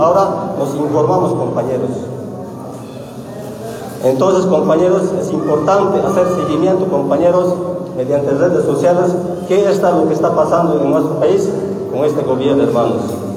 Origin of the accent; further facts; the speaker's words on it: Bolivia; Nosotros como bolivianos